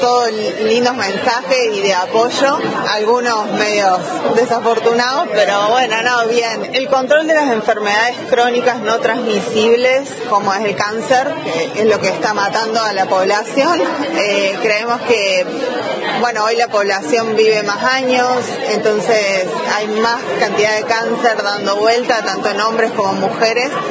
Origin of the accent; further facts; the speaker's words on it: Córdoba, Argentina; moved away as an adult; now in Esquel, Argentina; Yo soy de Córdoba, hace 15 años que vivo acá en Esquel.